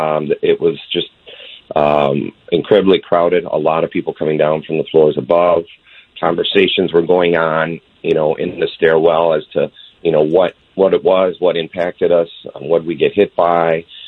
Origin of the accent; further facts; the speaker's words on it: Midwest, United States; You know, I'm from the Midwest.